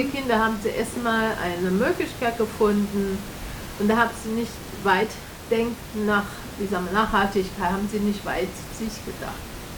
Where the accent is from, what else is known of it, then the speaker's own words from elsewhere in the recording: Taiwan; German is a second language; moved away; ich komme aus Taiwan